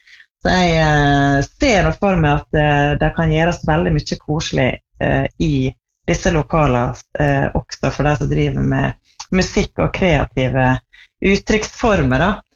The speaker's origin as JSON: {"language": "Norwegian", "town": "Tresfjorden", "region": "Møre og Romsdal", "country": "Norway", "tie": "born or raised there"}